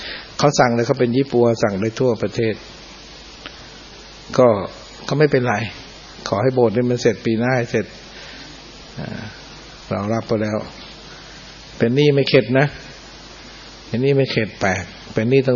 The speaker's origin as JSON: {"language": "Thai", "region": "Suphan Buri", "country": "Thailand", "tie": "born there", "said": "ญาติเราคนสุพรรณเราไปเกิดที่นั่นถึงเราจะไม่อยู่ที่นั่นแต่เราก็คิดถึงญาติ"}